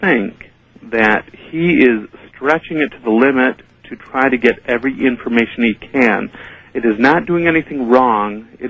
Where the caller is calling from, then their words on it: San Diego, California, United States; Yes, I'm calling from San Diego